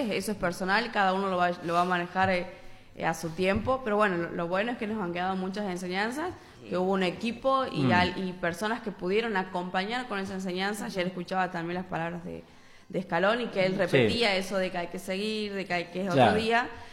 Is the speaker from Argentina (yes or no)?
yes; Argentina; la derrota simplemente porque somos argentinos.